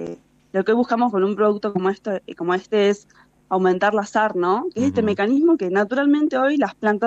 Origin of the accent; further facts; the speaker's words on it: Cipolletti, Río Negro, Argentina; Yo soy de Río Negro, así que vengo de las peras y las manzanas. No soy experta en vid, pero mi familia es de acá. Yo soy de Chipoleti.